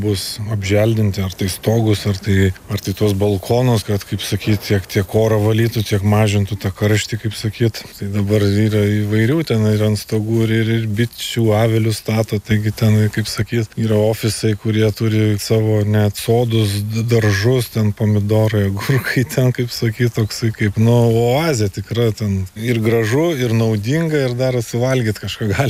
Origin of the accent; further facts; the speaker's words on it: Kaunas County, Lithuania; Augau gamtoj, ten Kauno rajone, prie pat marių, tai ten visą laik būdavau gamtoj.